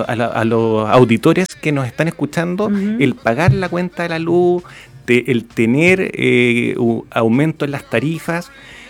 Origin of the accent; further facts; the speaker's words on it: Puerto Varas, Los Lagos, Chile; also born or lived in Los Muermos; Nací en Puerto Varas, uh-huh. Soy puertovarino. Me crié en el campo, pero toda la educación la hice en Puerto Varas y he vivido siempre, he dormido en Puerto Varas. Así como que durante el día hacía mi vida en Los Muermos, pero en la noche llegaba a dormir a Puerto Varas.